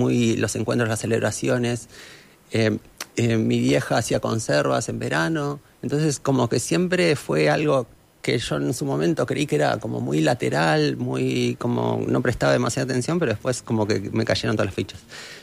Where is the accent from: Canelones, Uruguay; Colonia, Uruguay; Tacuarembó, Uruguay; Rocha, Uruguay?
Canelones, Uruguay; Pando; yo soy de Pando